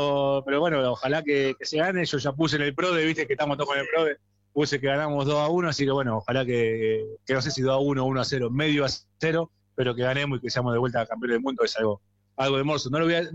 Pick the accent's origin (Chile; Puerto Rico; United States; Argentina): Argentina